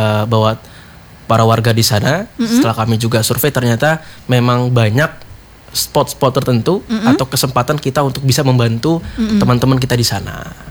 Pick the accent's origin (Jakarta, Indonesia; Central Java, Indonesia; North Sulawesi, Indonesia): Jakarta, Indonesia; now in Bekasi, Indonesia; Saya dari Jakarta juga, tinggal di Bekasi.